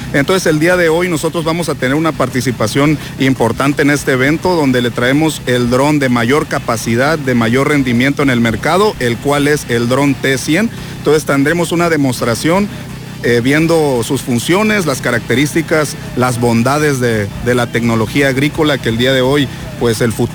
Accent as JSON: {"language": "Spanish", "town": "Ejido La Libertad", "region": "Chiapas", "country": "Mexico", "tie": "born or raised there", "said": "yo soy originario de Ejido La Libertad, municipio de Suchiate, orgullosamente platanero de Ejido La Libertad."}